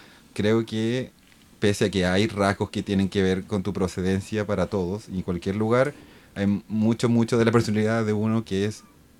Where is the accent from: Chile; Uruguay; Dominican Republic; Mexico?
Chile; Santiago, Santiago Metropolitan Region; moved away as an adult; now in Tübingen, Germany; yo vengo de Santiago, Santiago de Chile. Llegué hace 2 años y medio acá a trabajar en mi tesis de doctorado en la clínica en Tübingen. Al principio me sentí muy extranjero, viniendo de una ciudad muy grande